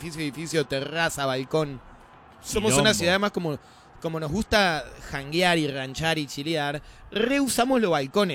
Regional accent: Buenos Aires, Argentina; un porteño recontra recogido.

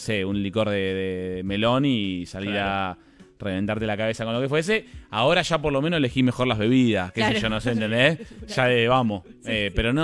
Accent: La Plata, Buenos Aires Province, Argentina; yo soy un niño de La Plata

